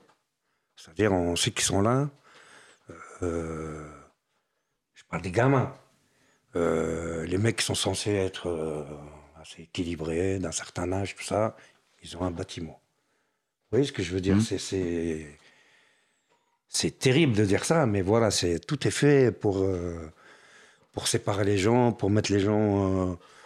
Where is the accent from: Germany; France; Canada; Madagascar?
France; Mais monsieur, vous êtes tunisien? Je dis non, je suis français.